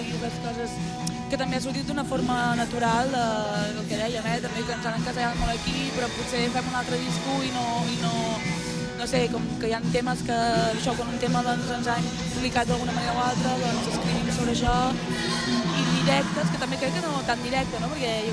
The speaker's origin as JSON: {"language": "Catalan", "town": "Arbúcies", "region": "Catalonia", "country": "Spain", "said": "nosaltres som d'Arbúcies, d'un poble del Montseny"}